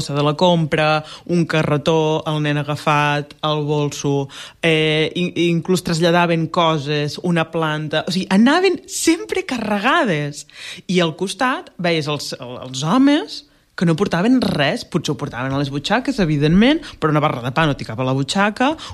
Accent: Blancafort, Catalonia, Spain; a Blancafort, al meu poble

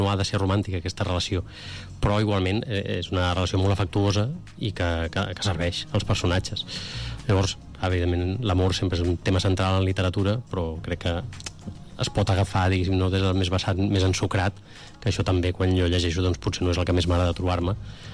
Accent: Catalonia, Spain; sóc de Baix Llobregat

